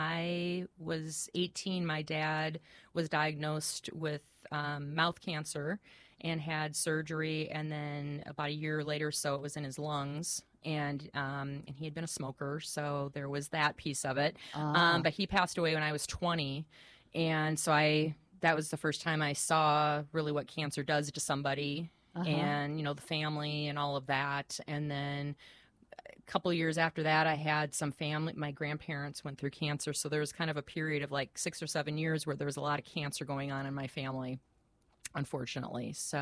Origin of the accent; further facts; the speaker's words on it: Minnesota, United States; moved away as an adult; also born or lived in Cleveland, Ohio; now in Oxnard, United States; So I was born in Cleveland, Ohio, and grew up in Minnesota, just south of Minneapolis, lived there most of my life, and moved here to, I live in Oxnard and have lived here for 21 years.